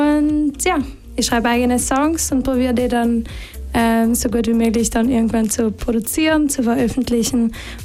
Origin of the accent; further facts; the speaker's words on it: Andrian, Trentino-Alto Adige, Italy; ich komme aus Andrian